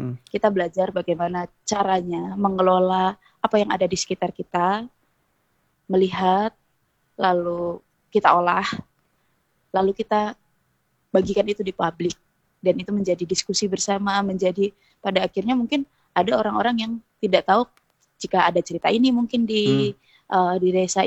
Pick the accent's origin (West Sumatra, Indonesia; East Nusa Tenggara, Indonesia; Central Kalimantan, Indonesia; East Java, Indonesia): East Nusa Tenggara, Indonesia; kita sebagai warga Manggarai Barat ini, masyarakat di Manggarai Barat